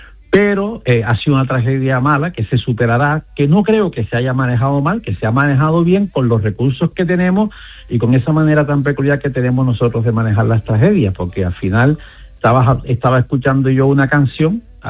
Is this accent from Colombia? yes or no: yes; Caribbean Region, Colombia; los que somos del lado del Caribe.